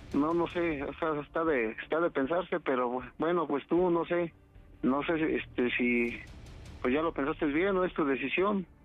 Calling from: Mexico; Yo soy mexicano

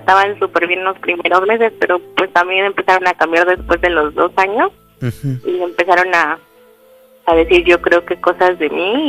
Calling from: Mexico City, Mexico; Tengo 32 años y soy de la Ciudad de México.

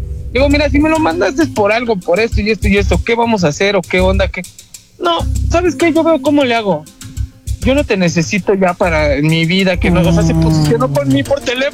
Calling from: Mexico City, Mexico; aquí, ya sabes, el Ejército de Oriente, donde se vive y se siente

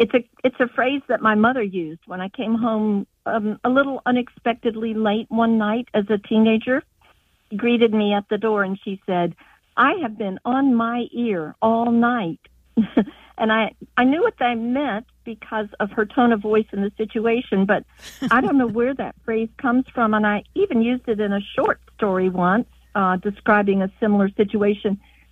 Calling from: the South, United States; we're from the South

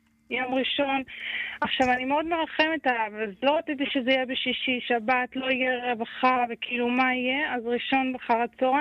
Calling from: Central Israel, Israel; אז ככה, אנחנו מהמרכז.

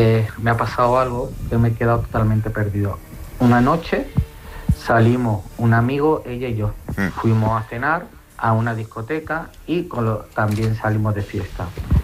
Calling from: Melilla, Spain; Soy musulmán de Melilla

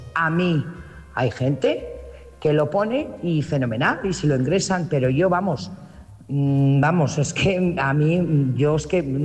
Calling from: Burgos, Castile and León, Spain; Buenas noches … corresponsal de Burgos.

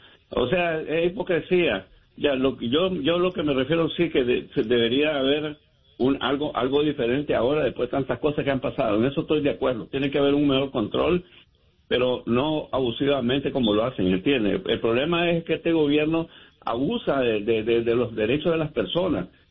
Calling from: New York, United States; Te hablo de Nueva York.

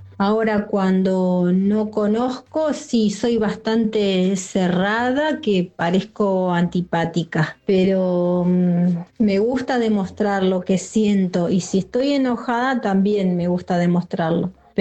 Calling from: Zárate, Buenos Aires Province, Argentina; Hola Luisa, hola equipo, hola audiencia … de Zárate.

